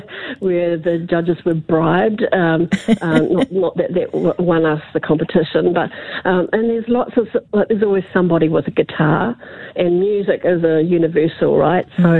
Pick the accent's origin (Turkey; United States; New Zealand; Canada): New Zealand; accent: Kiwi; I'm a Kiwi, I'm outgoing, I love music, I love people, you know, and my English isn't too bad.